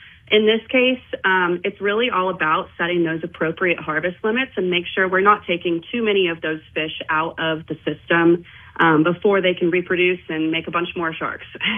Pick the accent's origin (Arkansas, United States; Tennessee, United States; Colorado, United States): Tennessee, United States; moved away as an adult; also born or lived in California; I'm originally from Tennessee, but went to school in California for marine biology, and ended up just applying for anything to do with fish, really.